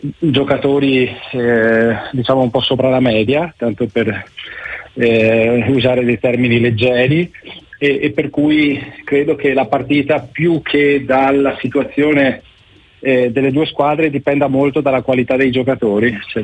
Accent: Venice, Veneto, Italy; perché da veneziano forse la prenderei in maniera diversa, ecco.

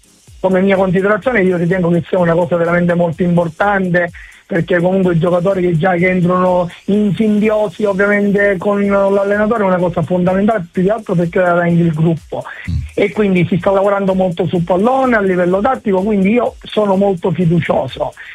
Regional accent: Naples, Campania, Italy; Napoletano, io sono napoletano puro sangue

